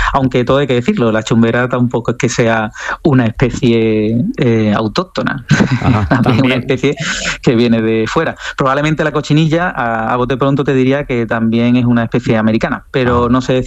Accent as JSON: {"language": "Spanish", "town": "Sanlúcar de Barrameda", "region": "Andalusia", "country": "Spain"}